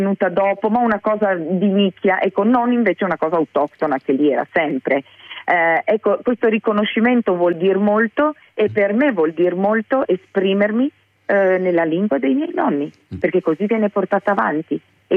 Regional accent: Šišan, Istria County, Croatia; accent: Istriot of Sissano; first language Istriot; Italian is a second language; è un piccolo omaggio che ho voluto dare a uno degli idiomi della lingua istriota, che è quella della località di Sissano, per cui ecco, una grande responsabilità, ma anche un grande dovere il fatto di esprimermi nella mia lingua madre.

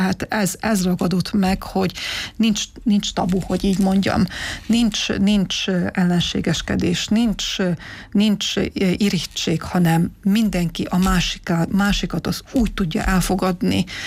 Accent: Novi Sad, Vojvodina, Serbia; first language Hungarian; moved away; általános iskolába is, a középiskolába is magyarul tanultam, vagy magyar tagozatban jártam, viszont a Újvidéken nőttem föl, ott születtem, ott nevelkedtem, és legtermészetesebb volt ugye, hogy szerbül is tanulunk

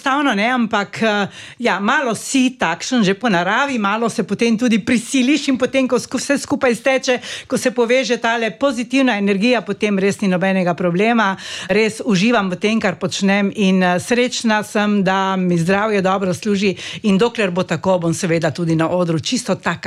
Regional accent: Primorska, Slovenia; accent: Primorska dialect; Mi smo Primorci in je prav tudi, da zagovarjamo oziroma prenašamo na naše rodove to našo lepo spevno narečje.

